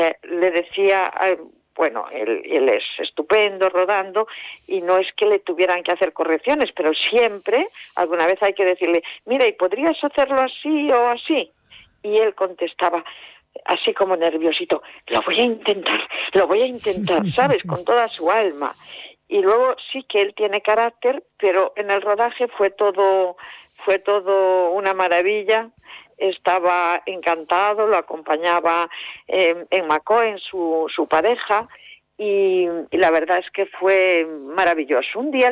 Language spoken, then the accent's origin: Spanish; Galicia, Spain; accent: Galician; now in Vigo, Spain; yo también soy de esa zona cerquita, aunque ahora vivo en Vigo, también soy de cerquita de esa zona.